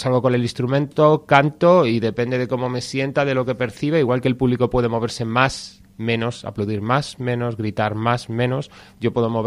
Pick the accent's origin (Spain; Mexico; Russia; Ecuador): Spain; Madrid, Community of Madrid; yo llevo viviendo 44 años en Carabanchel, pero vamos, mis raíces creo que por parte paterna eran del centro de Madrid. Yo nací en un hospital de Chamberí y por parte materna, que es con los que me he criado, ellos venían de La Mancha.